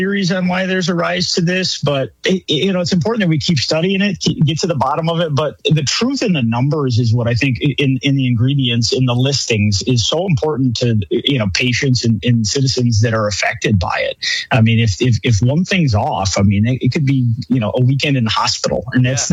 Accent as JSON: {"language": "English", "town": "Jamestown", "region": "New York", "country": "United States", "tie": "born or raised there", "moved": "as an adult", "lives_now": "Buffalo, United States", "said": "Yes, I grew up in the Southern Tier. You know, most of my family is still in Chautauqua County. You know, I came up to the Buffalo area when I went to Niagara University and kind of stayed."}